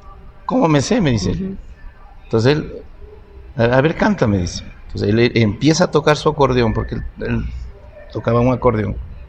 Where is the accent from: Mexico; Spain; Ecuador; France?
Ecuador; Ibarra, Imbabura; moved away; Bueno, sí, en realidad fue una gran aventura porque solo de mi pueblo Ibarra eran como 3 horas. De Ibarra a Quito eran como 12 horas. De Quito a Guayaquil eran como un día y una noche.